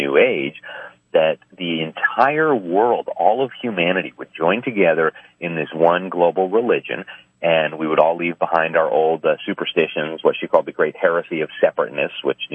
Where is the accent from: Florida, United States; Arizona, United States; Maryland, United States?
Florida, United States; Miami; There's actually one in my hometown of Miami.